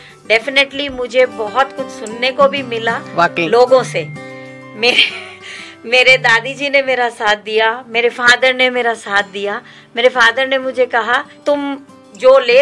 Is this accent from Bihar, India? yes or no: no; Rajasthan, India; मैं राजस्थान से हूँ